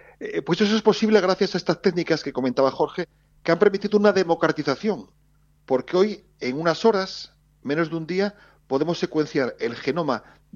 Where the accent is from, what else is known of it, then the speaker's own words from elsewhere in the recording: Asturias, Spain; Gracias por esas gaitas que me han emocionado como asturiano.